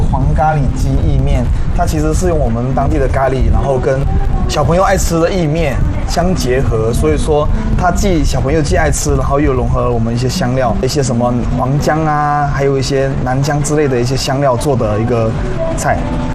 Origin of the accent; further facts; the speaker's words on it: Indonesia; 对，我们是印尼的。